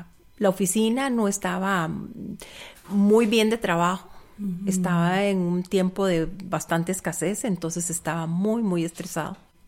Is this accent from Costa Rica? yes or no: yes; Costa Rica; moved away as an adult; also born or lived in Panama; Bueno, nuestra vida comenzó en otro país. Tuvimos que salir de Costa Rica para irnos a Panamá porque a él lo nombraron en Panamá como en una posición mejor de la que tenía en Costa Rica. Y vivimos allá 7 años.